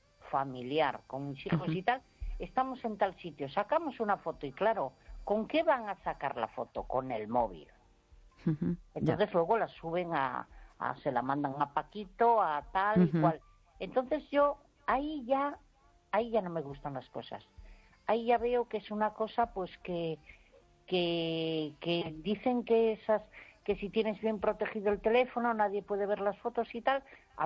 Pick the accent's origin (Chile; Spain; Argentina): Spain; Galicia; born there; moved away as an adult; por mi pueblo, en la puerta de mi casa. Pues yo vivía en una zona que había muchísima naturaleza. Vamos, que a mi alrededor había agua, había castaños, había enormes pinos